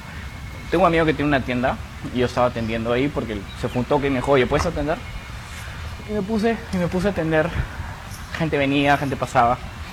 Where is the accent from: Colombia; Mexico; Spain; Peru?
Peru; no soy peruano